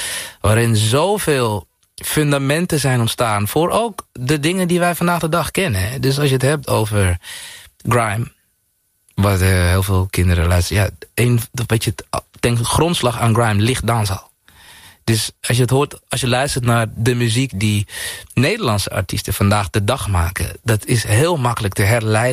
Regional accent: Suriname; ik ben opgegroeid in Suriname.

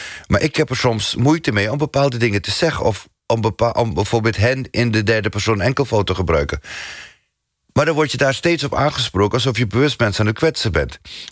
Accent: Netherlands; Ik ben gewoon een freaking Nederlander. En ik heb een onmiskenbare Surinaamse identiteit.

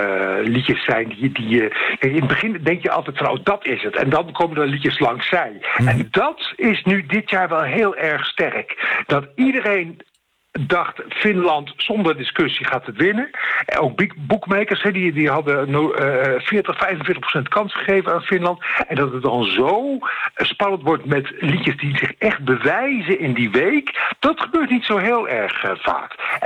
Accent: Netherlands; ik als Nederlander

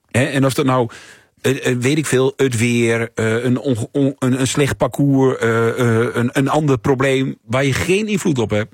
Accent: Overijssel, Netherlands; Ik kom uit Twente. Hè? Ja, we zeggen niet zo heel snel van. Oh, geweldig, fantastisch.

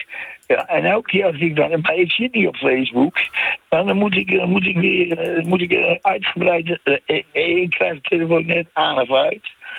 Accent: Groningen, Netherlands; born or raised there; also born or lived in Friesland; now in The Hague, Netherlands

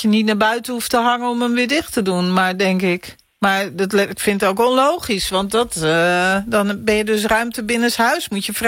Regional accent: Kampen, Overijssel, Netherlands; Bij ons in Kampen regent het nooit, oude wijven.

